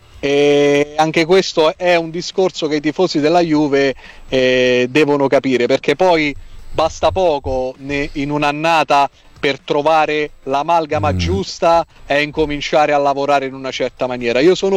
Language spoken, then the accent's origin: Italian; Minturno, Lazio, Italy; Tu sai, io sono di Minturno, e a Minturno un periodo ha giocato proprio da ragazzo Dino Fava Passaro